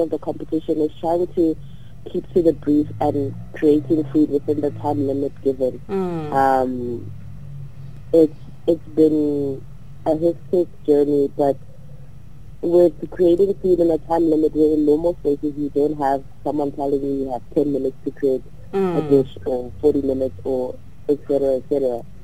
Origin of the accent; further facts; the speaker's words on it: Pretoria, Gauteng, South Africa; moved away as an adult; now in Johannesburg, South Africa; I'm 31 years old. I'm from Pretoria, but I currently reside in Johannesburg.